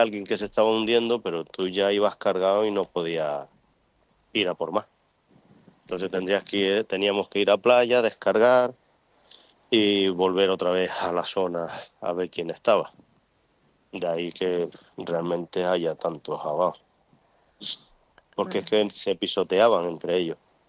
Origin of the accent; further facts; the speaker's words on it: Lanzarote, Canary Islands, Spain; moved away as an adult; now in Ceuta, Spain; Sí, nací en Gran Canaria y, vamos, me crié en Lanzarote.